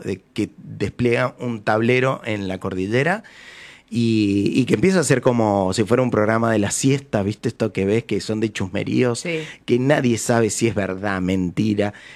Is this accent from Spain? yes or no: no; Mendoza, Argentina; Como cuyano, como mendocino